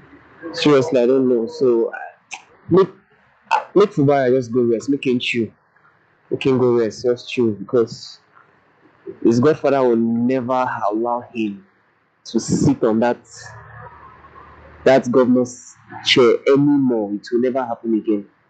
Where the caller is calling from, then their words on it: Lagos, Nigeria